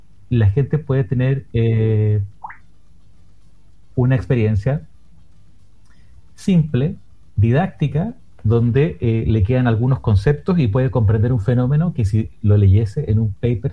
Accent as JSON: {"language": "Spanish", "region": "Valparaíso", "country": "Chile", "said": "lo que tenemos en común es que todos somos de Valparaíso"}